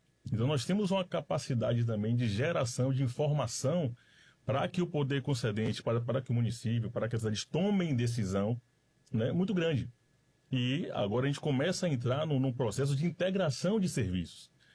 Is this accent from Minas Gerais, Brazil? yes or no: no; Salvador, Bahia, Brazil; moved away as an adult; now in Porto Alegre, Brazil; eu sou de Salvador, sou baiano, estou aqui há 4 anos.